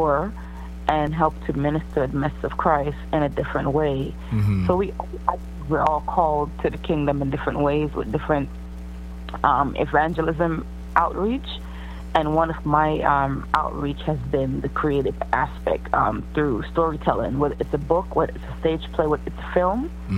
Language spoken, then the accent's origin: English; New York City, New York, United States; I grew up in the Bronx. I'm a young person I've been in the Bronx over 15 years, all my life, basically. So I grew up in the Bronx. My family's from the Bronx.